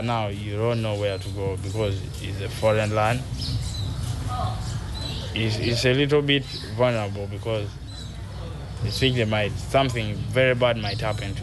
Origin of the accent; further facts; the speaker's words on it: Uganda; I'm from Uganda.